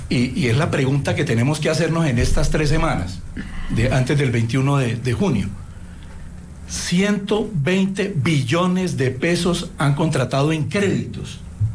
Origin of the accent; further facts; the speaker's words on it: Huila, Colombia; En mi tierra, por ejemplo, en el Huila